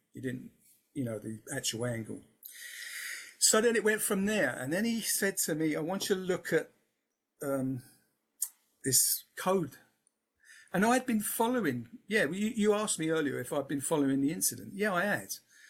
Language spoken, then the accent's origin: English; Peckham, London, United Kingdom; born or raised there; accent: South East London